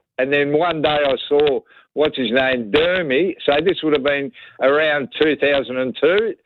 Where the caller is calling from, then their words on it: Melbourne, Victoria, Australia; I came from Fitzroy, mate, the other side of town